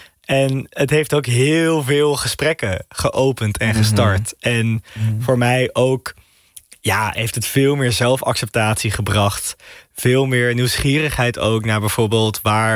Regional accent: Amsterdam, North Holland, Netherlands; ik ben geboren en opgegroeid in de Bijlmer, maar uiteindelijk naar school gaan in Amsterdam Oud-Zuid, wat ook een hele andere wereld is.

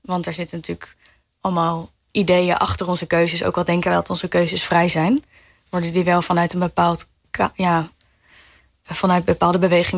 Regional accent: Arnhem, Gelderland, Netherlands; born or raised there

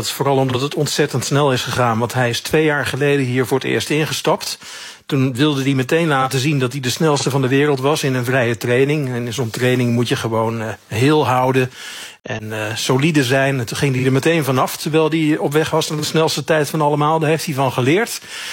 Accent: Netherlands; En daar verbazen wij ons dan altijd als Nederlanders weer over.

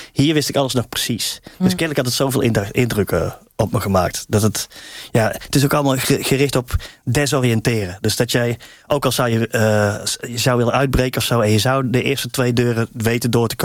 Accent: Tilburg, North Brabant, Netherlands; accent: soft g; now in Amsterdam, Netherlands; Ik voel me wel een Amsterdammer. Mijn Tilburger in Amsterdam. Maar het maakt mij niet uit hoe ze me noemen. Ik hou ook mijn zachte geetje natuurlijk wel even...

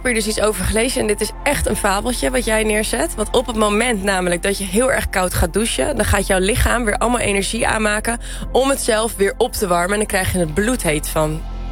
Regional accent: Netherlands; En wij als Nederlanders gaan het er weer lekker uitgebreid over hebben.

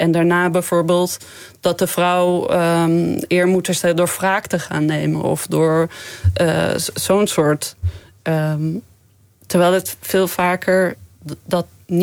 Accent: Groningen, Netherlands; Ja, ik ben gewoon Nederlands uit Groningen.

